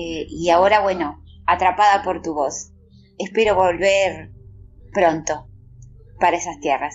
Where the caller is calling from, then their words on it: Argentina; soy … de Argentina